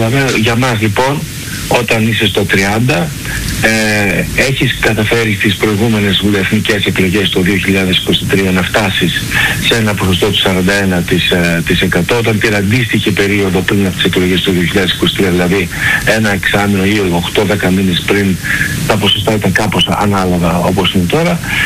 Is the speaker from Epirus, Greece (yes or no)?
yes; Arta, Epirus, Greece; Είμαι από την Άρτα, είμαι βουλευτής Άρτας.